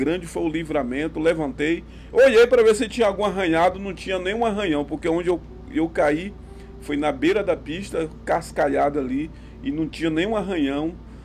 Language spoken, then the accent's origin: Portuguese; Bahia, Brazil; lá na região de Itabu, na minha terra